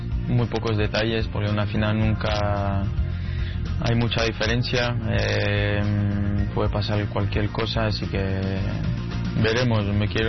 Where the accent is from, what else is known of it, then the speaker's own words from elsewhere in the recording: France; disfrutarlo como un fan de Francia, como un francés de más